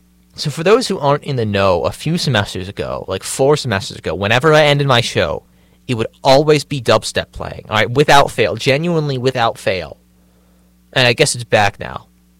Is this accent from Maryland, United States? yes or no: yes; Rockville, Maryland, United States; moved away; I come from Rockville, and Rockville's got a pretty high Asian population.